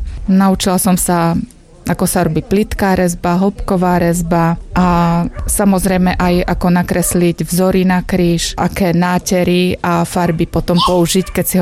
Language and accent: Slovak; Brezno, Banská Bystrica Region, Slovakia; a prišla som z Brezna.